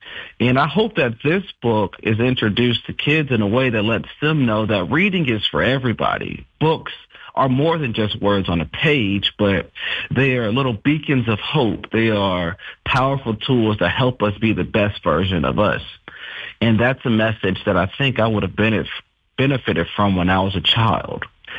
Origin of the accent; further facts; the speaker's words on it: Valdosta, Georgia, United States; Yeah, I grew up in Valdosta, Georgia, a small town in South Georgia.